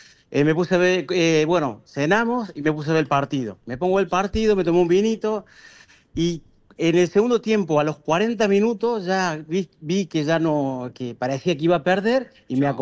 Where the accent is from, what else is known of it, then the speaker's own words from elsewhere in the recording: Alta Gracia, Córdoba, Argentina; Claro, yo soy de Altagracia.